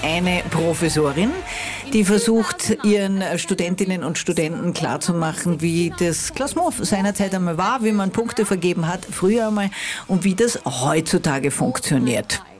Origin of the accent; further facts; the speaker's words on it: Australia; Ja, wir sind aus Australien gekommen, weil unsere Kinder so große Song Contest-Fans sind.